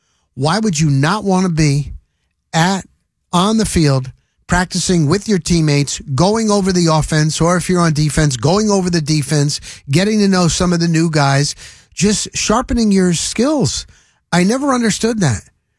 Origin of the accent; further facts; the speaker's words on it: New Jersey, United States; moved away as an adult; also born or lived in Denver, Colorado; I grew up in New Jersey, okay? I started in this business in New Jersey.